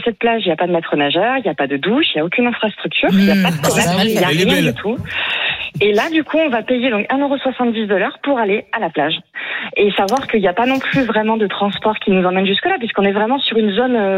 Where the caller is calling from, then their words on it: Montpellier, Occitanie, France; depuis que je suis à Montpellier